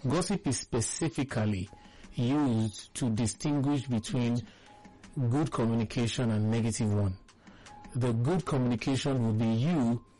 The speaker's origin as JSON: {"language": "English", "country": "Nigeria", "second_language": "English", "said": "We're classed as English being the second. Our mother tongue is, Nigeria is classed as a country with first language being the mother tongue. Then English is like second."}